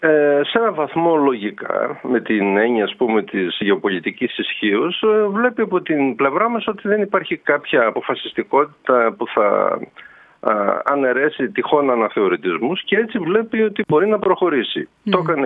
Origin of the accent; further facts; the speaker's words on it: Eastern Macedonia and Thrace, Greece; Οι περισσότεροι είμαστε πρόσφυγες στη Θράκη. Έτσι. Στη δυτική, νοτιοδυτική Θράκη είμαστε όλοι πρόσφυγες από την Ανατολική, από τη Μικρασία, από τον Πόντο.